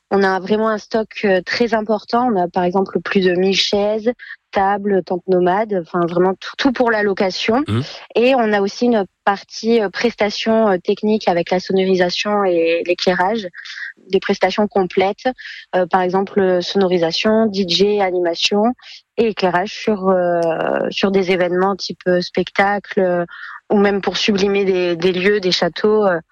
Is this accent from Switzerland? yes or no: no; Castandet, Nouvelle-Aquitaine, France; dans mon village natal, donc la commune de Castandé